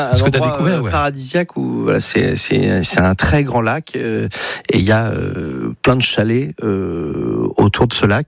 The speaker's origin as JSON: {"language": "French", "town": "Paris", "region": "Île-de-France", "country": "France", "tie": "born or raised there", "said": "Mais et après, moi, j'ai grandi à la Contrescarpe."}